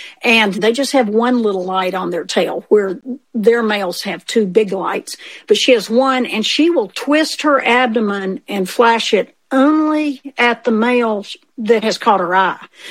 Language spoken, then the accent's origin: English; Elkmont, Tennessee, United States; They knew I was from Elkmont.